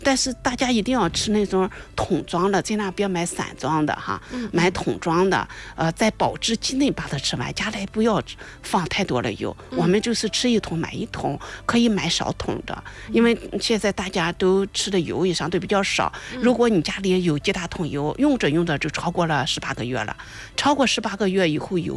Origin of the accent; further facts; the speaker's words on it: Shandong, China; 因为我们山东人不太喜欢吃橄榄油，是吧？喜欢吃花生油